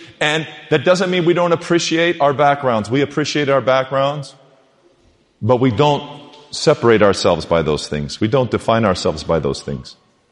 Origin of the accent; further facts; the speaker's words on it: Los Angeles, California, United States; I've never really grown up with Anglo-Saxons because I grew up in Los Angeles.